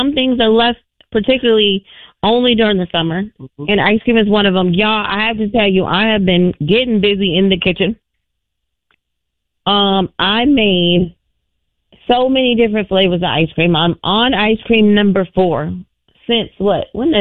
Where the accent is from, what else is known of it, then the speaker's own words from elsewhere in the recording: California, United States; now in Minnesota, United States; I'm from Cali.